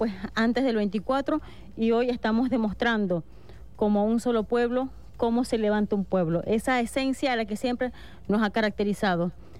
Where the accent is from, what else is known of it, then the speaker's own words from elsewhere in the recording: Venezuela; no solamente como venezolana, sino también como hermanos del pueblo guayú.